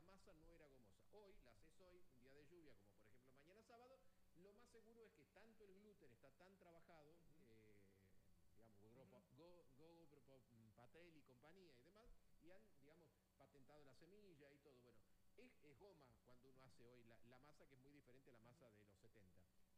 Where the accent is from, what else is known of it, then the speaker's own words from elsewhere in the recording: Neuquén, Argentina; quienes nos criamos a lo mejor en el Neuquén de los 70 uh-huh. o en la zona de Chacra del Alto Valle